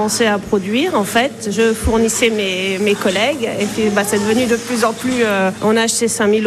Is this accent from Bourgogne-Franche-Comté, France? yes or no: no; Grand Est, France; born there; À Montvage, à 8 km.